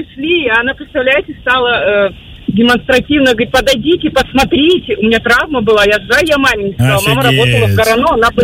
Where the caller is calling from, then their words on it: Smolensk, Smolensk Oblast, Russia; … из Смоленска.